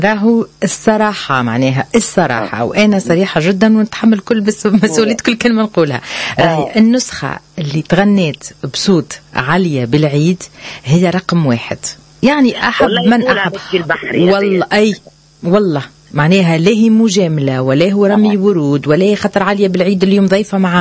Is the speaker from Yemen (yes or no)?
no; Tunisia; accent: Tunisian; وإحنا بلهجتنا التونسية